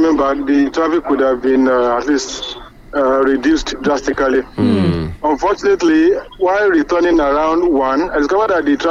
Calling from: Ibadan, Oyo, Nigeria; I'm calling from Ibadan.

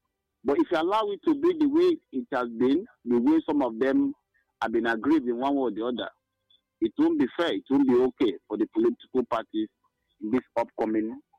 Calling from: Nigeria; I'm calling from Okpabenimbo, the Nuzowani local government.

